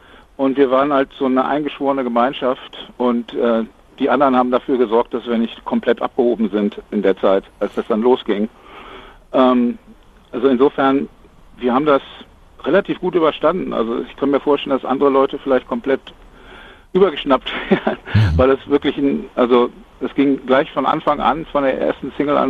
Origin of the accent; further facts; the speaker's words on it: North Rhine-Westphalia, Germany; wir kommen eigentlich alle drei aus Ostwestfalen